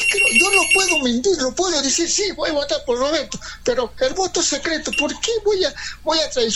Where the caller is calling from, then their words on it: Arequipa, Peru; Yo soy arequipeño porque mi papito ha sido characateño, mi mamá ha sido de Puno, Juliaca.